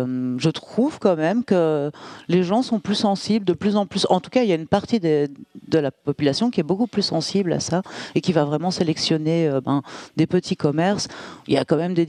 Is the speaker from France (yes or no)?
no; Brussels, Brussels-Capital Region, Belgium; now in Liège, Belgium; Moi, je viens de Bruxelles de base.